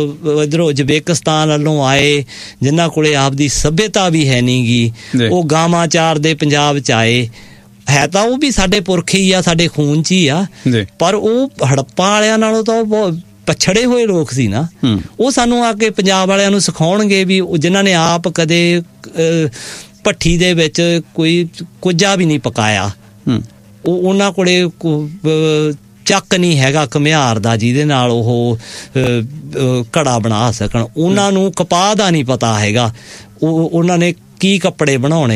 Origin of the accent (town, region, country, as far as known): Punjab, India